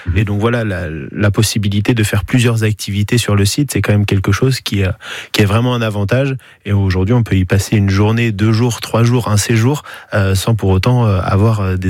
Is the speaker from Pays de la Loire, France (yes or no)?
yes; Pays de la Loire, France; Oui, je suis originaire de la Mayenne, donc j'avais déjà fréquenté les lieux avant d'y travailler